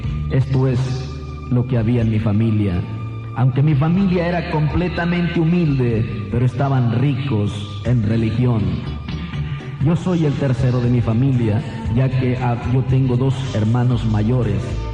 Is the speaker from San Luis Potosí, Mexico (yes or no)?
yes; San Luis Potosí, Mexico; Yo soy originario del estado de San Luis Potosí, en México, nacido a 17 kilómetros de la ciudad de Matehuala, San Luis Potosí. Allí fue donde yo nací.